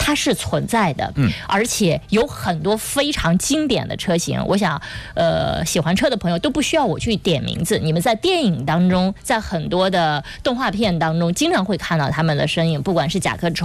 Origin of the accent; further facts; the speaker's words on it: China; 是不是我们中国人从来没有真正喜欢过小车。